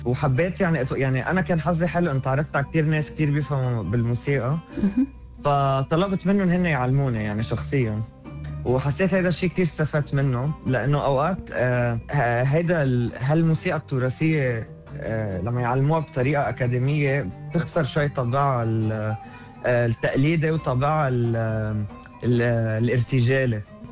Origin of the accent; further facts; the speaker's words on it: Beirut, Beirut Governorate, Lebanon; moved away as an adult; now in Melbourne, Australia; أكيد أنا ربيت ببيروت لبنان، وجيت على أستراليا من 8 سنين، 2019